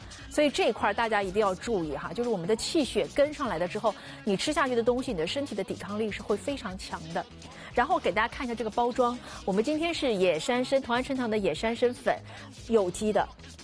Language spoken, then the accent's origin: Chinese; China